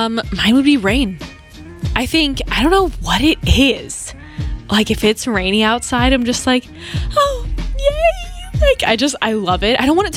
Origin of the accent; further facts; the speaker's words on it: Florida, United States; It's what we grew up with in Florida